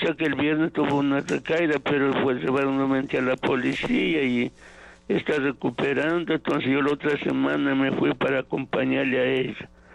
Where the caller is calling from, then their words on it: Esmeraldas, Ecuador; soy llamando de Esmeraldas